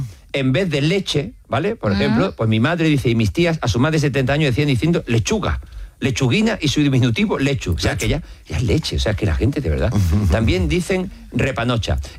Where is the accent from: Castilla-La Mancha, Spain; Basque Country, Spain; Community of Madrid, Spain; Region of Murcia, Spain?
Castilla-La Mancha, Spain; Los Navalucillos; De mi pueblo, decía, los navalucillos en Toledo son más bien insultos, pero aplica también como palabrota a veces.